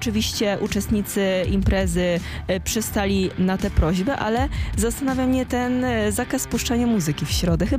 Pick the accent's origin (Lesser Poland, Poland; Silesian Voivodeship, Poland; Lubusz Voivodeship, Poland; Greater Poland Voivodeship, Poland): Lesser Poland, Poland; Ja w ogóle jestem z Małopolski, więc prawie z gór, także...